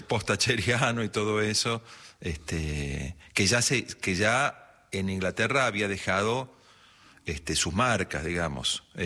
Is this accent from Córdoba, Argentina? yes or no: yes; Córdoba, Argentina; moved away as an adult; also born or lived in England; now in Buenos Aires, Argentina; yo vine a vivir a Buenos Aires recién en el 95. Nací acá, pero me crié en Córdoba. Y después, en la primera parte de los 90, estuve en Inglaterra.